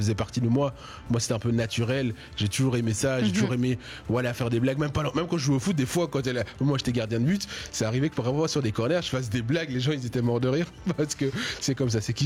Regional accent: Belgium; Quand on est belge, on aime bien un peu la belgitude

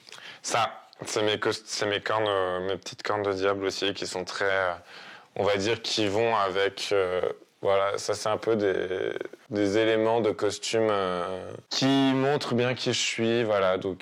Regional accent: France; Je suis français.

